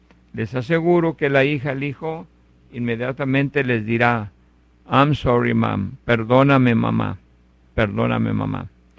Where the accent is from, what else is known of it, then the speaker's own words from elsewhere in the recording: Mexico; para uno como mexicano